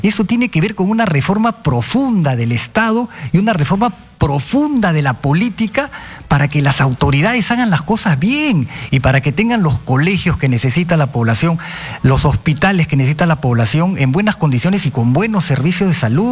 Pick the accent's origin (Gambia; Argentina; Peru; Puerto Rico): Peru; Y eso es lo que necesitamos hoy día hacer como peruanos.